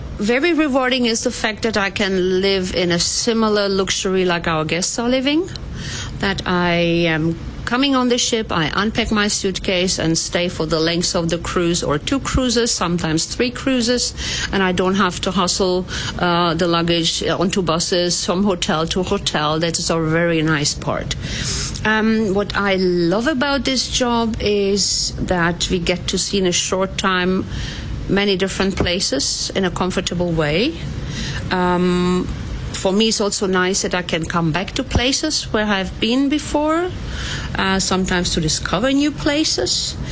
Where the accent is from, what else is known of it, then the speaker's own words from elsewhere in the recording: Germany; I am originally from Germany. Actually, from father's side, I'm Hungarian, so I'm kind of a kid of the Danube.